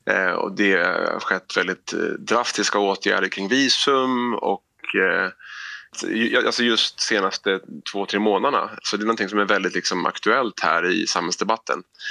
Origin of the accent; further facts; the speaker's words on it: Sweden; moved away as an adult; now in Tokyo, Japan; som svensk har man ett ganska gott anseende här liksom i grunden.